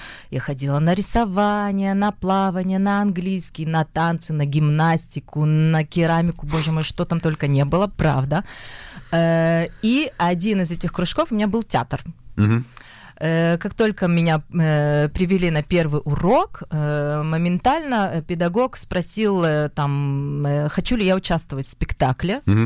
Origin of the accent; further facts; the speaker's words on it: Irkutsk, Irkutsk Oblast, Russia; born there; Родилась я в Сибири. В городе Иркутск.